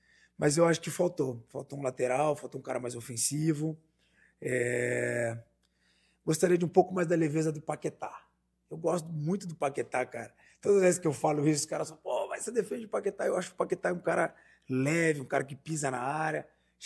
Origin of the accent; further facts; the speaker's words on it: Brazil; Nós somos brasileiros.